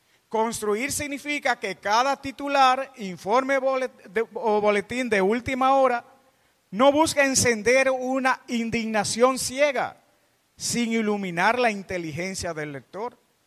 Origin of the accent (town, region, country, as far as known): Dominican Republic